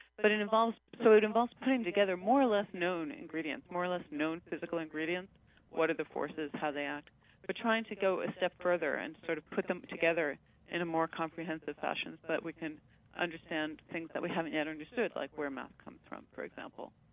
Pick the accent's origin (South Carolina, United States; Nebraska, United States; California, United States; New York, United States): New York, United States; Queens; I grew up in Queens, in New York.